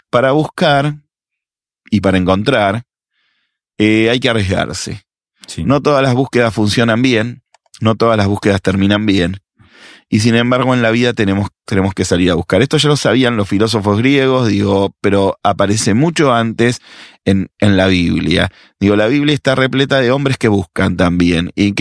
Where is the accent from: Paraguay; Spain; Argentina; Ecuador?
Argentina; Hace poco vi una serie filmada en mi país, en Argentina